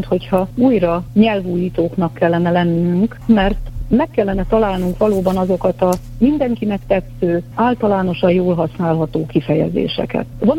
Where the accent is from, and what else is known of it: Hungary